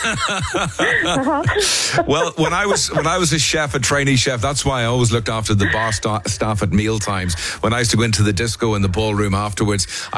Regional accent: Armagh, Northern Ireland, United Kingdom; When I say I'm from Armagh, people always say, well, how far is it from Belfast?

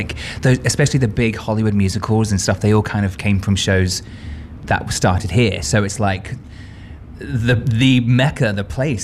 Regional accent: United Kingdom; accent: British; moved away as an adult; now in New York, United States; I get to do it as a British Fiero.

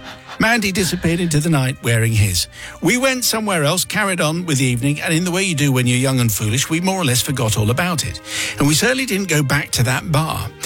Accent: England, United Kingdom; moved away as an adult; My confession goes back to the early 90s when I was young and had handed myself a lovely job as an English nanny in Southern California.

